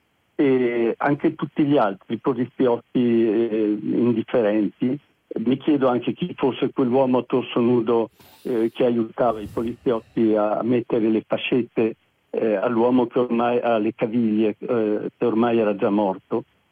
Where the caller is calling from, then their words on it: Trento, Trentino-Alto Adige, Italy; da Trento.